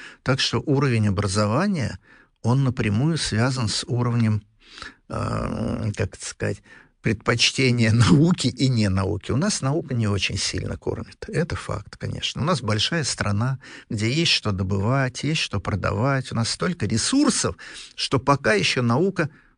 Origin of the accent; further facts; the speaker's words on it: Russia; Я говорю, да я вот из России